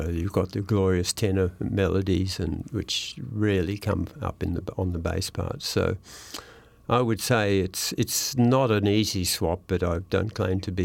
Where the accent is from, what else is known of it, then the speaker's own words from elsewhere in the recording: Sydney, New South Wales, Australia; I was growing up in Sydney